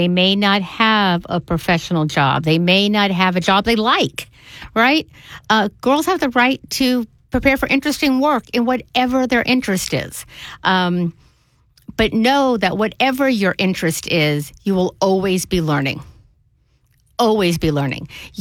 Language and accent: English; Tulsa, Oklahoma, United States; I tease that I grew up in Tulsa, Oklahoma, and we would go on family vacations driving.